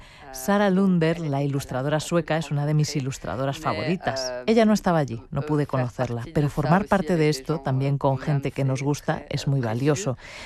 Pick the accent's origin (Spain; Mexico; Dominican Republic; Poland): Poland; moved away; ya que soy polaca